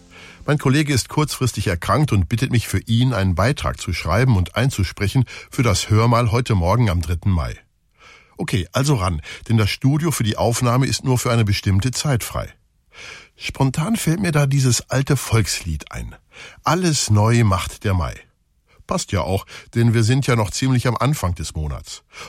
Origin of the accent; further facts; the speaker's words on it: Duisburg, North Rhine-Westphalia, Germany; Straße, die nach ihm benannt ist, groß geworden bin, sondern weil er aus Ruhrort stammt, das heute zu meiner Heimatstadt gehört, zu Duisburg.